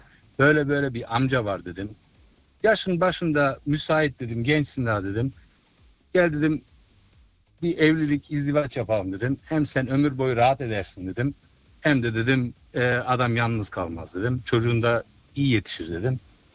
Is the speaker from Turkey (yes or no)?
yes; Özkonak, Nevşehir, Turkey; now in Germany; bizim Nevşehir'de memlekete, ben Özkonaklıyım. Nevşehir Özkonak.